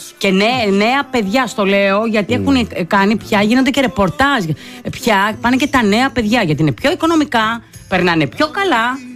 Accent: Western Greece, Greece; moved away; το χωριό μου, το χωριουδάκι μου, το ταπεινό έξω από την Αμαλιάδα εκεί.

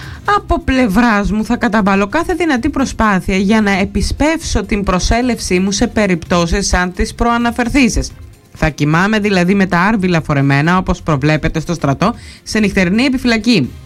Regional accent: Lixouri, Ionian Islands, Greece; Γιατί την χάνει να είμαι από το Λιξούρι

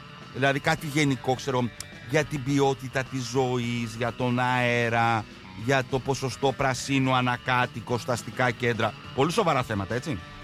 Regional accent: Greece

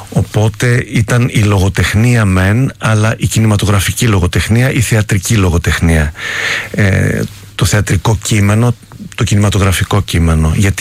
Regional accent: Greece; now in France; Ναι, είμαι ο Έλληνας, αλλά με έχει αγκαλιάσει η γαλλική κουλτούρα, δε, και η γαλλική κοινωνία.

